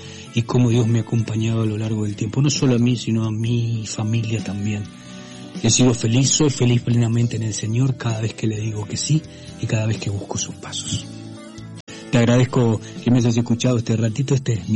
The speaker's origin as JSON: {"language": "Spanish", "country": "Argentina", "said": "soy argentino."}